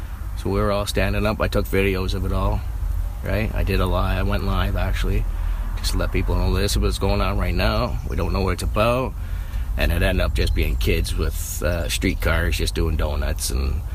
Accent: Toronto, Ontario, Canada; I didn't grow up there. I grew up in Scarborough, but a lot of my family there have born there, raised there

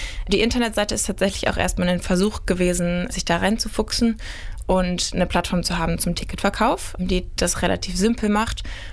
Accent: Dresden, Saxony, Germany; moved away as an adult; now in Hildesheim, Germany

